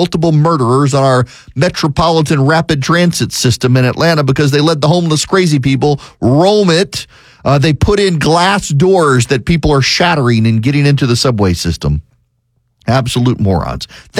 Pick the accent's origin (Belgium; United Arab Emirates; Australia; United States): United Arab Emirates; Dubai; I grew up in Dubai and know all about the Muslim Brotherhood.